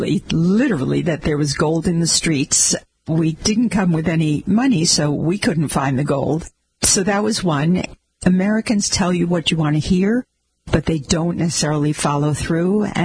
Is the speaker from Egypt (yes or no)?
yes; Egypt; And when you hear that I'm from Egypt, you expect me to perhaps have a different view or a different accent or a different complexion.